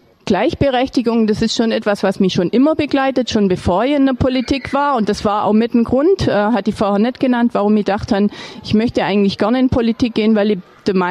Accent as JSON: {"language": "German", "town": "Wangen im Allgäu", "region": "Baden-Württemberg", "country": "Germany", "said": "Ich komme aus Wangen im Allgäu, bin 56 Jahre alt, ich habe 2 erwachsene Kinder, ich habe 3 Enkelkinder und ich wohne in Wangen mit meinem Mann und mit dem Hund."}